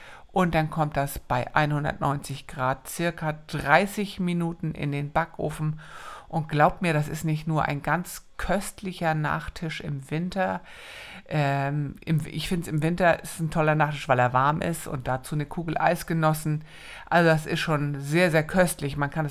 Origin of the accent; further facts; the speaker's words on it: Northern Germany, Germany; Bei uns in Norddeutschland heißen die Kopenhagener oder Wiener Brühe heißen die in Dänemark.